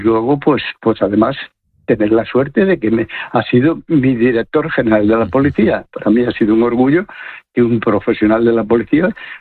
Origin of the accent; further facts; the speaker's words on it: Galicia, Spain; now in Oviedo, Spain; Como gallegos residentes aquí en Oviedo